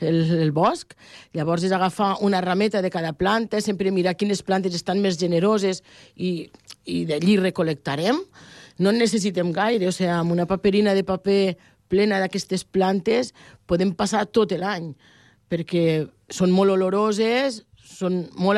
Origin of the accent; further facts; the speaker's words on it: Algerri, Catalonia, Spain; Jo sóc d'Algerri, les tinc allí molt a mà